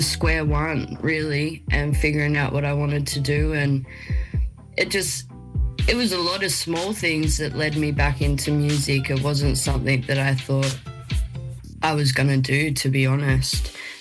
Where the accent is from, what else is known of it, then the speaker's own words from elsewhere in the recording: Lithgow, New South Wales, Australia; born there; No, I was actually born in Lithgow. I was born in the Blue Mountains. I've actually never been back. My mum and dad were young parents, and my dad was a rigger, and so we moved around a lot.